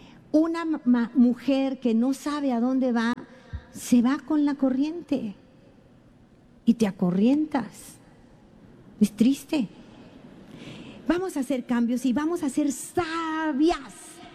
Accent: Mexico; Así se usa en mi país.

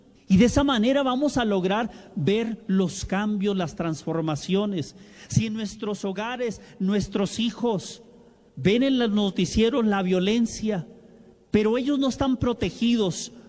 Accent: Mexico; now in Los Angeles, United States; los que somos de México, salimos de México

